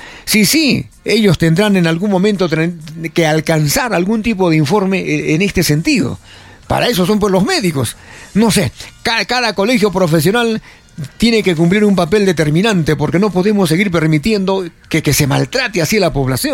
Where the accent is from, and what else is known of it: Peru